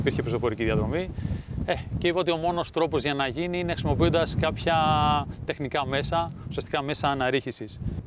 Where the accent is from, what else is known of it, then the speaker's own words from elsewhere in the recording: Athens, Attica, Greece; Βέβαια, μεγάλωσα και έτσι στην Αθήνα. Και ήρθα μόνιμα το 2013 και καταστάθηκα εδώ πέρα.